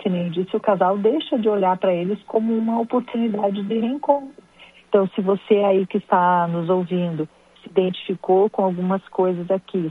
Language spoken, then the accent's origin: Portuguese; Rio Grande do Sul, Brazil; now in Curitiba, Brazil; sou gaúcha, mas sou psicóloga aqui no Paraná. Me formei aqui.